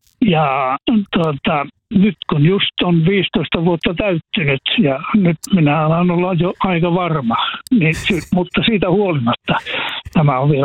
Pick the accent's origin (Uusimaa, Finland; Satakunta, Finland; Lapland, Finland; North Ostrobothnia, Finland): North Ostrobothnia, Finland; Kuusamo; Meillä Kuusamossa päin sanottaisiin, että spektakleista.